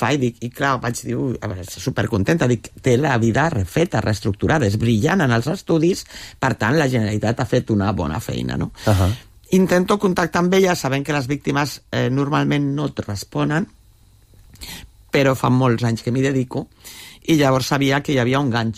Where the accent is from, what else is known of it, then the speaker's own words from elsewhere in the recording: L'Hospitalet de Llobregat, Catalonia, Spain; perquè jo també sóc d'Hospitalet, també del bar de Can Vidalet, vull dir, m'he criat amb...